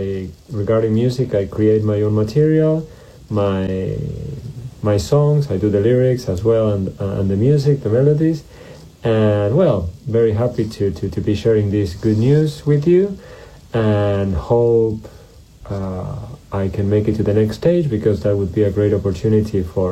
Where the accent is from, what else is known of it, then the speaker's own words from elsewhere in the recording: Buenos Aires, Argentina; now in London, United Kingdom; I'm a musician from Buenos Aires, Argentina, now living in London.